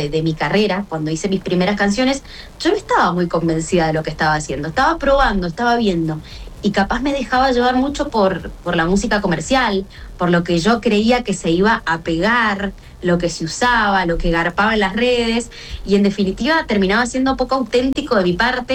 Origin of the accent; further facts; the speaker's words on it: Mendoza, Argentina; yo no soy ninguna cipaya, soy bien mendocina.